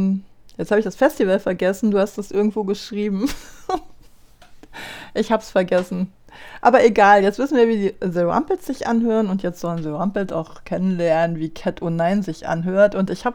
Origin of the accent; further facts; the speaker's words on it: Jena, Thuringia, Germany; weil es gibt zwar auch für meine Heimatstadt Jena eine neue Fußballhymne